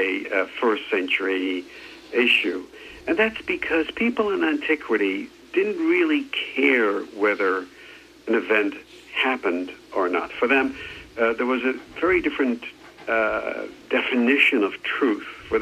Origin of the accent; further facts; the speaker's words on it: United States; me as an American archaeologist